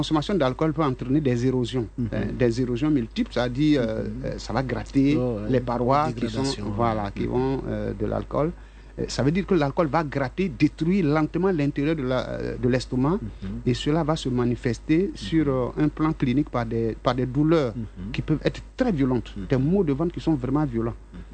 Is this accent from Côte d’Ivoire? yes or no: yes; Côte d’Ivoire; Voilà, je suis du Grand Nord.